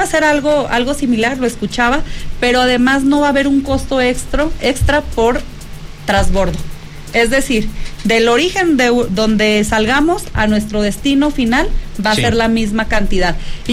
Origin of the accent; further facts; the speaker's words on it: Fresnillo, Zacatecas, Mexico; Entonces, yo recuerdo cuando yo era estudiante, pues, soy de Fresnillo, allá tienen su casa.